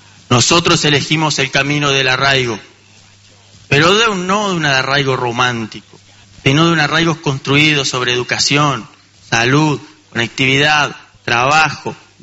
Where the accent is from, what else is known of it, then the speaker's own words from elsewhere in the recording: Uruguay; Los jóvenes rurales no somos un adorno de discurso agropecuario ni una promesa del mañana. Somos parte efectiva del Uruguay de hoy.